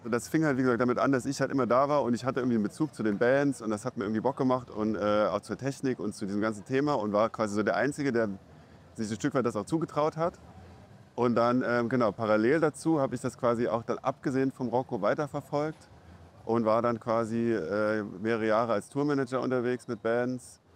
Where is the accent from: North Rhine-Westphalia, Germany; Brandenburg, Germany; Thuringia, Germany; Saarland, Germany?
Saarland, Germany; Elm; Ich bin gebürtiger Elmer, also komme ursprünglich aus einem Nachbardorf von Rockwellet Schlackow.